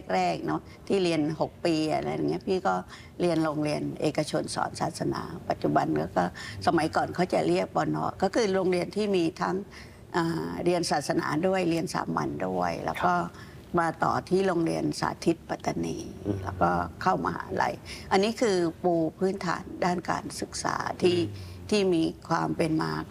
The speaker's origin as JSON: {"language": "Thai", "region": "Yala", "country": "Thailand", "tie": "born or raised there", "said": "ะลาพี่เป็นคนยะลาเป็นคนยะลาอยู่ตำบลลำไหมอำเภอเมืองแล้วก็สังคมที่นั่นก็จะเป็นสังคมของพี่น้องมุสลิมค่อนข้างจะเยอะแต่ก็มีความหลากหลายของทั้งพี่น้องจีนพี่น้องพุทธก็อยู่ด้วยกัน"}